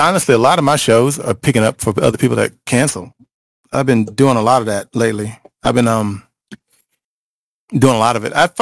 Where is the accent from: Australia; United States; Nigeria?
United States; Austin, Texas; I mean, I'm from Austin, and we have pockets and stuff as well too.